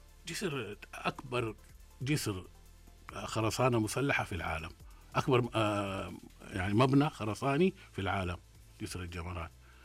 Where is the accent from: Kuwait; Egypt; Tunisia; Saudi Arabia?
Saudi Arabia; فهذا حافز لينا نحن، يعني نحن أبناء البلد هذه.